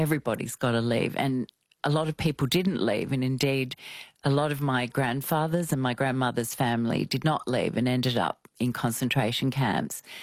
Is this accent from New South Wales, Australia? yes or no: yes; Sydney, New South Wales, Australia; So I grew up on the leafy north shore of Sydney